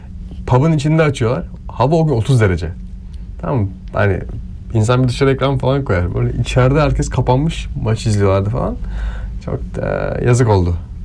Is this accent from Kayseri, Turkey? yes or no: no; Trabzon, Turkey; Ben de Trabzonlu.